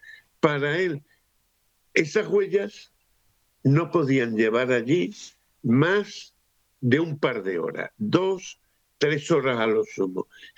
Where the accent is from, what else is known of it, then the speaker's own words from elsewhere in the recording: Cádiz, Andalusia, Spain; now in Chiclana de la Frontera, Spain; Yo vivo, soy de Cádiz, pero vivo en Chiclana, al lado está Conil, después Vejer y Barbate.